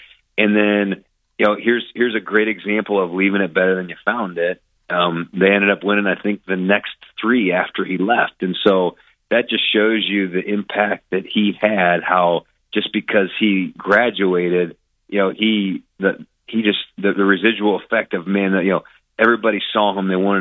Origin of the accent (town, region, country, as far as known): Ohio, United States; moved away as an adult; now in Iowa, United States